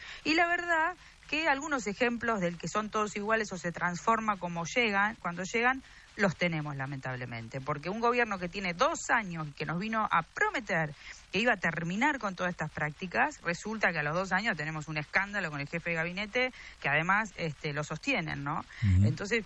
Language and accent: Spanish; Argentina